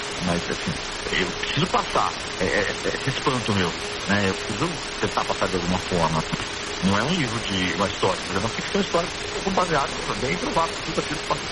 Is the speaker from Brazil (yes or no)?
yes; Lorena, São Paulo, Brazil; eu sou de Lorena, na perto de Paraty, em São Paulo mesmo, né? Pertinho de Paraty, uma hora e meia de Paraty.